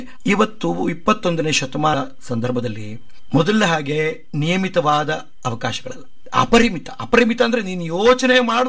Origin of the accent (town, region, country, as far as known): Karnataka, India